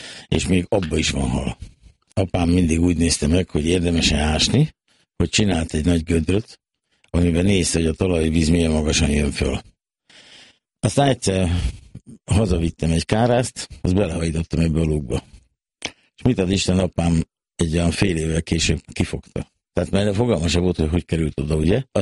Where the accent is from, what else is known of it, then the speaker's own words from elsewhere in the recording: Szentes, Csongrád-Csanád, Hungary; Szentesen nőttem fel